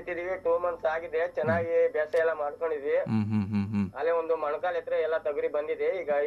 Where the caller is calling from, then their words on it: Karnataka, India; ಕಮಂಡಲ ಗುಂಡಿ ಜಗೂರ್ ತಾಲೂಕಿಂದ.